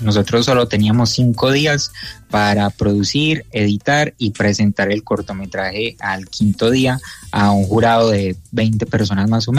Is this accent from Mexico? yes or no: no; Santa Bárbara, Antioquia, Colombia; now in Portugal; que soy de Santa Bárbara, Antioquia